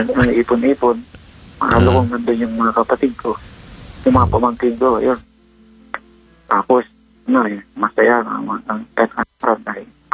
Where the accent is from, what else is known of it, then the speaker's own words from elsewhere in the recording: Bicol Region, Philippines; now in Antipolo, Philippines; Minsan kasi umuwi ako sa Bicol.